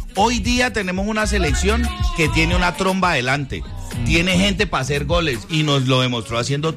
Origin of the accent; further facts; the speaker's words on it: Colombia; nosotros como colombianos